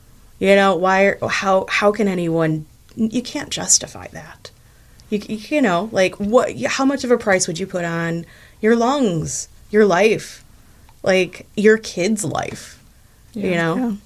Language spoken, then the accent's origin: English; United States; I grew up in the city. I grew up on the far south side. I grew up in Beverly